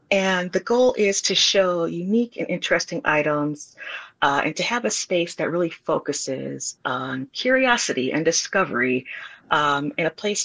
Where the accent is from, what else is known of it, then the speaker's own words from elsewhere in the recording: Milwaukee, Wisconsin, United States; I grew up here in Milwaukee, Wisconsin.